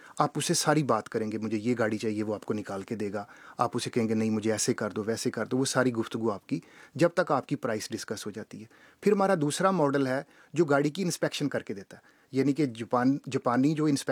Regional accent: Faisalabad, Punjab, Pakistan; now in Japan; میں ہوئی لیکن میری ساری پرورش فیصل آباد میں ہوئی, کاروبار ابھی ہم لاہور سے کر رہے ہیں, تو میرا پاکستان میں کافی ساری جگہوں سے تعلق ہے

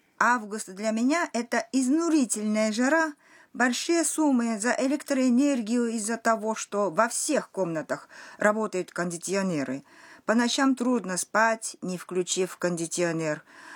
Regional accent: Tokushima, Japan; Например, в моем родном городе, в префектуре Токусима на острове Сикоку, каждый год в середине августа проходит фестиваль

